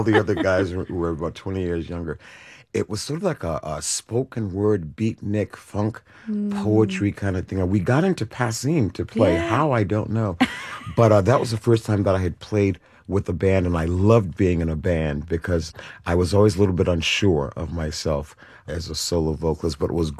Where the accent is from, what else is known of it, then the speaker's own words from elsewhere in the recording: North Carolina, United States; born there; Well, I was born in North Carolina, and the first voice I ever heard was probably my mom's booming alto gospel voice, probably in utero.